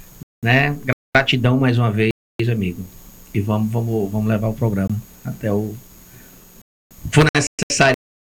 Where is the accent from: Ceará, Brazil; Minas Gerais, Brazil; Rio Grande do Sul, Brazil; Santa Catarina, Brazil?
Ceará, Brazil; Sou cearense.